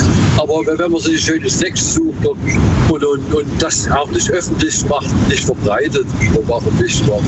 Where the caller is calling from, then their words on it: Fellbach, Baden-Württemberg, Germany; Hier, Fellbach.